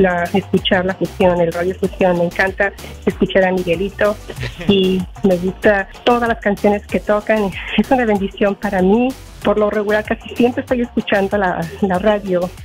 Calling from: Gilmer, Texas, United States; Aquí de Gilmer.

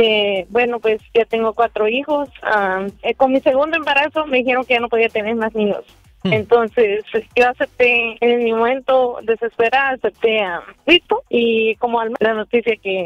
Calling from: Dallas, Texas, United States; Desde Dallas, Texas.

